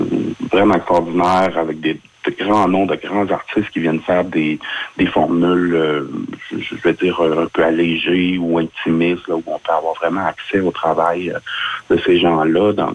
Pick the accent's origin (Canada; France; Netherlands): Canada; Trois-Pistoles, Quebec; je suis originaire de Trois Pistoles, donc j'ai grandi dans un cocon de création artistique et de diffusion culturelle assez exceptionnelle.